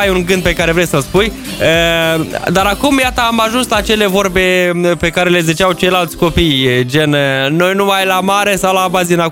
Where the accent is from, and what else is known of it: Telenești, Telenești District, Moldova; born or raised there